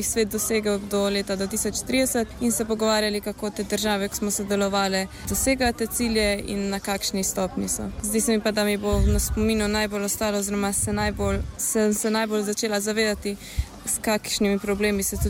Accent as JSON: {"language": "Slovenian", "town": "Postojna", "region": "Littoral–Inner Carniola", "country": "Slovenia", "said": "in prihajam z Postojne iz Slovenije."}